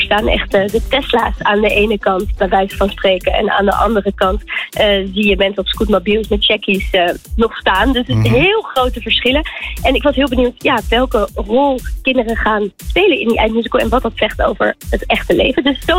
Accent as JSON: {"language": "Dutch", "town": "Amsterdam", "region": "North Holland", "country": "Netherlands", "said": "ik kom uit Amsterdam."}